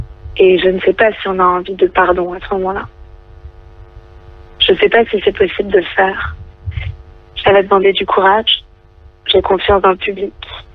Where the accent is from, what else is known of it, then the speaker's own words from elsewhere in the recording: France; born there; moi je suis née en France.